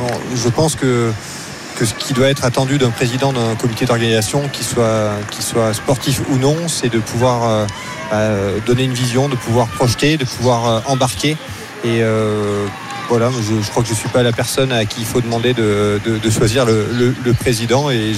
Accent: France; also born or lived in Vercors; now in Haute-Savoie, France; je suis originaire des Pyrénées

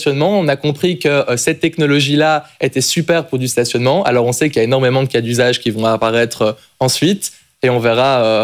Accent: Belgium; moved away as an adult; now in France

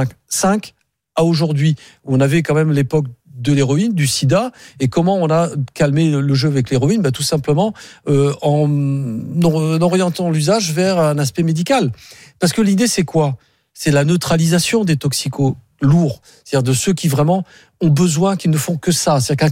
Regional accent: Marseille, Provence-Alpes-Côte d'Azur, France; Je suis marseillais, donc je connais bien la ville

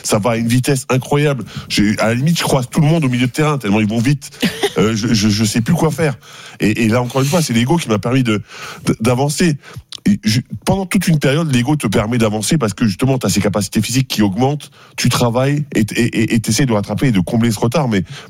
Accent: France

